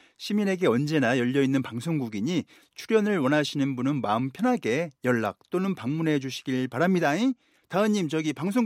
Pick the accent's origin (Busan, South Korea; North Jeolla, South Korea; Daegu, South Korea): North Jeolla, South Korea; Jeonju; 대한민국 국민이면서 전주 토박이인 저도